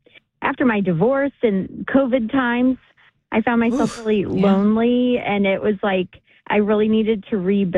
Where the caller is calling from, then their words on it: Batavia, Illinois, United States; I moved to a new suburb. I'm in Batavia and the Western suburbs